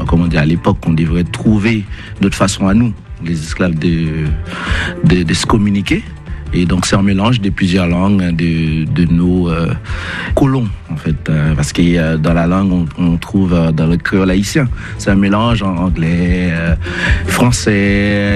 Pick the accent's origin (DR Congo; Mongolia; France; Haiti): Haiti; D'être créole pour nous, déjà pour moi, en tant qu'haïtien